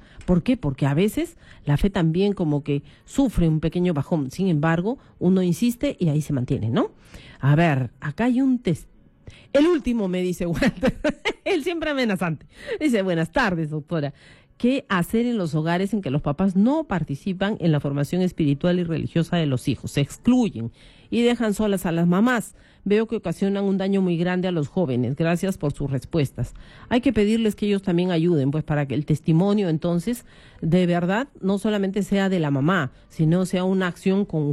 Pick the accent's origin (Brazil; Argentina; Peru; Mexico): Peru; la huella más grande creo que la Virgen nos deja a todos nosotros como peruanos es que permanece sin ningún comercial aquí en nuestro Perú